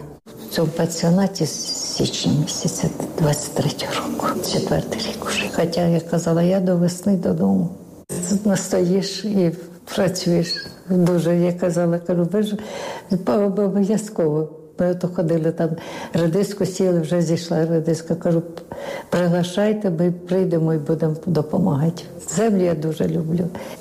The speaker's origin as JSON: {"language": "Ukrainian", "region": "Donbas", "country": "Ukraine", "tie": "born there", "lives_now": "Khmelnytskyi, Ukraine", "said": "Народилася на Донбасі."}